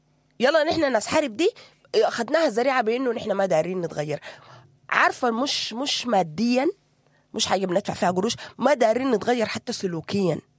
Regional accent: Sudan; أنا إحنا كمجتمع سوداني

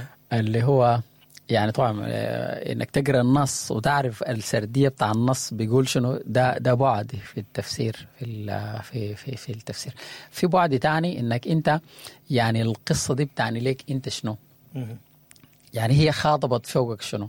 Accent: Sudan; كسودانيين

